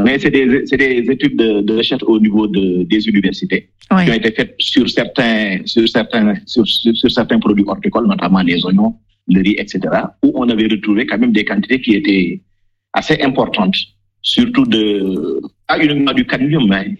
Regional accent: Senegal; nous au Sénégal

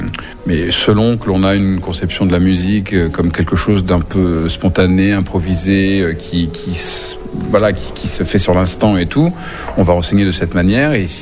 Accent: France; now in Romania; quand on vient de la France où la violence sociale est quand même très présente, qu'on le veuille ou non, même si c'est quand même un très grand pays, quand on arrive en Roumanie

